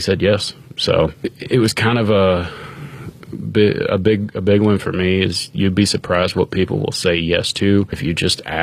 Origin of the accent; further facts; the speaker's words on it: Appalachia, United States; accent: Appalachian; But I'm also from Appalachia. We didn't grow up with everything, you know.